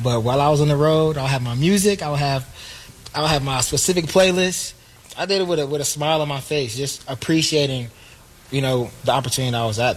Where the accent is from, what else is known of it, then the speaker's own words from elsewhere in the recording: Georgia, United States; And I was growing up in Gwinnett, going against people that had all the Power 5 offers, you know, going to Norcross, seeing all the color scouts in my practice.